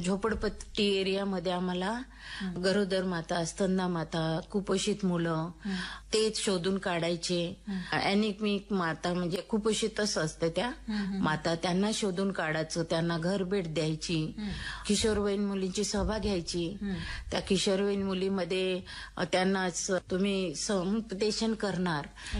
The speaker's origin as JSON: {"language": "Marathi", "town": "Dahegaon", "region": "Maharashtra", "country": "India", "tie": "born or raised there", "said": "आणि मी यवतमाळ जिल्ह्यामध्ये दहेगाव आहे त्या गावची आहे. ते सर्व शिक्षण आमचं आश्रमशाळेला झालेलं आहे हॉस्टेलमध्ये."}